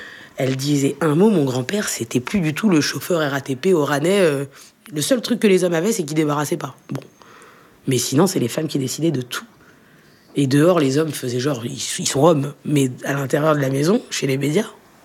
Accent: France; Je pense qu'on est français et on est algérien et c'est une force et c'est une richesse

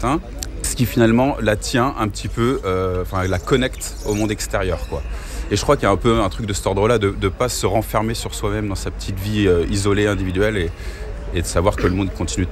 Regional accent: Nouvelle-Aquitaine, France; now in Dordogne, France; J'ai grandi un peu à la campagne, vers Angoulême, en Charente.

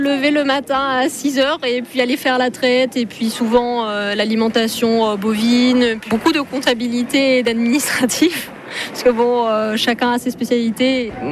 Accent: Nouvelle-Aquitaine, France; j'ai 25 ans. Je suis originaire de la Dordogne et je me suis réinstallée du coup en Dordogne pour vendre des glaces fermières.

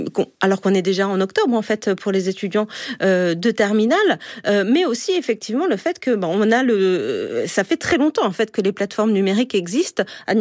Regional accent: Saint-Quentin-en-Yvelines, Île-de-France, France; moi je viens de Saint-Quentin-en-Yvelines par exemple

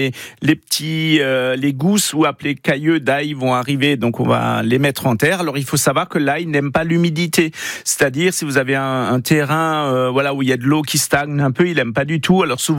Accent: Grand Est, France; chez nous en Alsace.

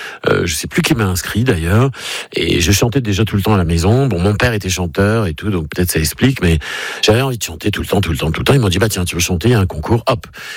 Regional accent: Paris, Île-de-France, France; je suis un petit poulbeau moi de Montmartre, j'étais dans le 18e et j'ai eu une vie de village finalement dans Paris.

